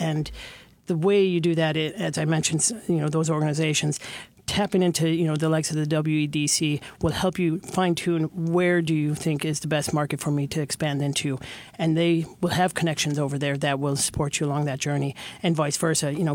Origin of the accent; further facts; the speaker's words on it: Galway, Connacht, Ireland; I'm from Galway, we're on the West Coast, we're, you know, outside of Dublin